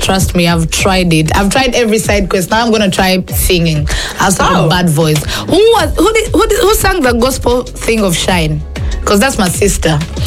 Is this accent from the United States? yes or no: no; Uganda; moved away as an adult; now in London, United Kingdom; I'm from Uganda. Shout out to the 256